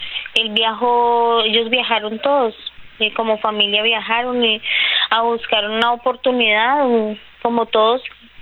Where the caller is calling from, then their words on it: Ibagué, Tolima, Colombia; En el momento me encuentro en Ibagué